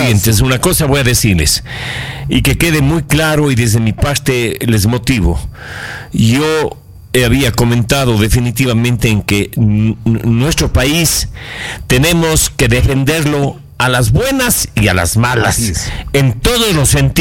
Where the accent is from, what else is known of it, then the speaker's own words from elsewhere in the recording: Ecuador; seguimos siendo ecuatorianos. Yo creo que soy más ecuatoriano, mucho más ecuatoriano